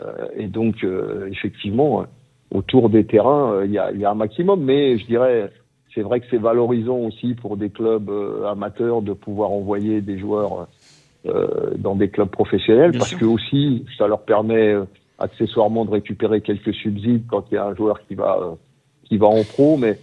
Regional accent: Île-de-France, France; il se trouve que je connais très bien le Val-d'Oise, puisque je suis originaire moi-même du Val-d'Oise. Donc, j'ai joué dans les clubs de la région, Cosmo de Taverny, Saint-Prix, Hermont, tout ça.

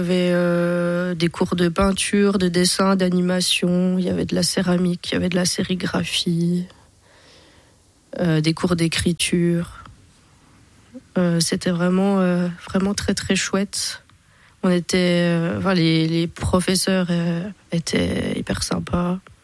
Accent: Besançon, Bourgogne-Franche-Comté, France; je suis née à Besançon, donc bisontine à 100%.

